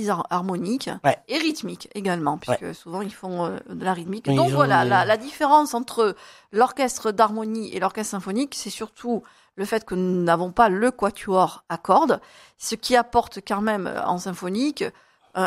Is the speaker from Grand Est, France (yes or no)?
no; Caromb, Provence-Alpes-Côte d'Azur, France; Et en plus, c'est un ami qui habite Caron, puisque moi, je suis d'origine de Caron.